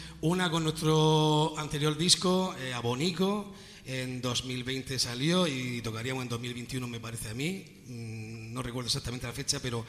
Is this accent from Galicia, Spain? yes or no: no; Alhama de Murcia, Region of Murcia, Spain; Somos de Alhama de Murcia, del pie de Sierra Espuña, donde Malvariche toma el nombre.